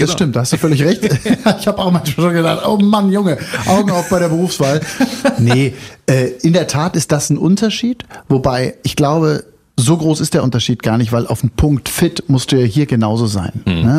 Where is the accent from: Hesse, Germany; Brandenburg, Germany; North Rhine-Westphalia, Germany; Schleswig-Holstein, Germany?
Brandenburg, Germany; also born or lived in Berlin; Also erstmal bin ich ja Brandenburger selber, ja, und bin mittlerweile aus Berlin weggezogen und liebe das sehr, dieses Bundesland auch